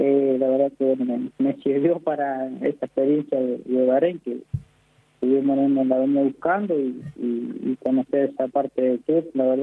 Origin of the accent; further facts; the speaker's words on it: Argentina; pero ¿cómo vos sos argentino? Sí, ¿y cómo hablas árabe?